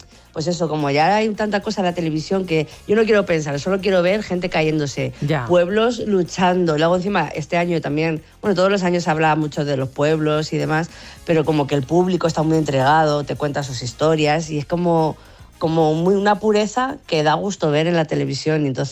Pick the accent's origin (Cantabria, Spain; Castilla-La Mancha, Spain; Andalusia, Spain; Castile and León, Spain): Castilla-La Mancha, Spain; yo mi pueblo de Castilla-La Mancha, con ese helado de corte